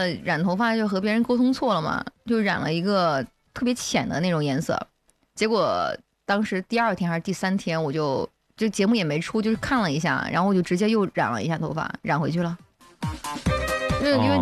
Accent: Anhui, China; 我作为安徽人

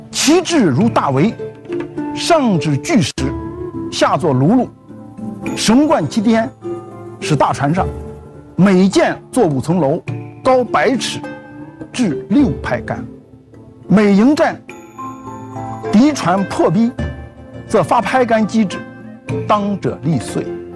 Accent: China

